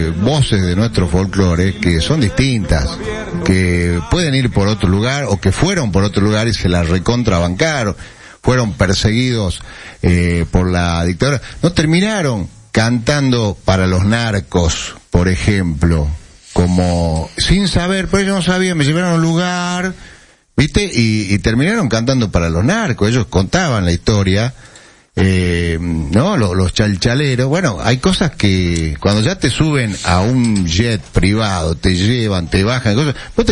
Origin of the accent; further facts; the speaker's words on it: Salta, Argentina; así somos también los salteños